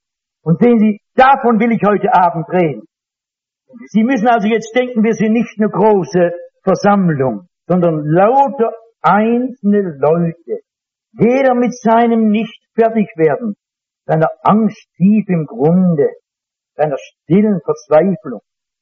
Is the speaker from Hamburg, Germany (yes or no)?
no; North Rhine-Westphalia, Germany